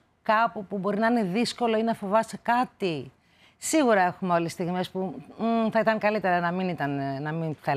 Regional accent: Tripoli, Peloponnese, Greece; Κοίτα, επειδή είμαι ορεινός τύπος, λέει, η καταγωγή μου και τα παιδικά μου χρόνια τα έζησα στην Τρίπολη, αγαπώ πολύ και τα βουνά.

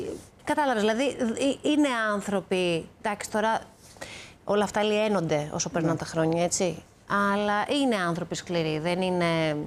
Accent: Athens, Attica, Greece; ο μπαμπάς μου ήταν από το Λαφίστη Βιωτίας. Εγώ γεννήθηκα στην Αθήνα και μεγάλωσα στην Αθήνα.

